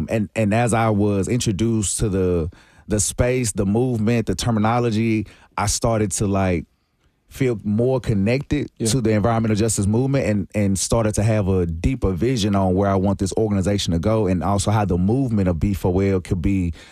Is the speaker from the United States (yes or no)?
yes; Nashville, Tennessee, United States; I grew up in East Nashville with asthma.